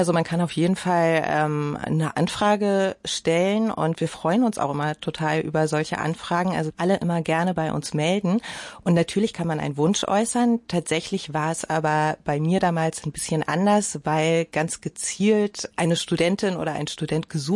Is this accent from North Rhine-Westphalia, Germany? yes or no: no; Berlin, Germany; born or raised there